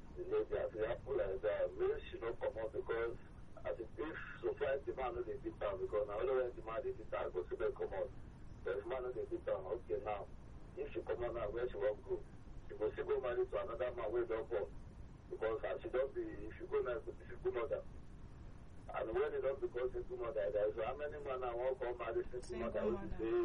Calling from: Ibeju-Lekki, Lagos, Nigeria; I'm calling you from Ibejuleki.

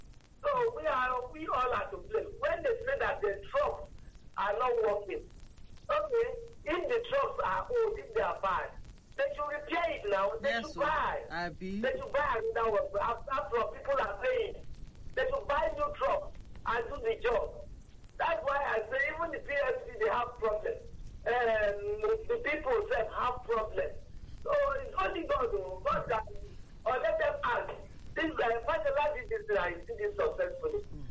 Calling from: Lagos, Nigeria; I'm calling from Lekki.

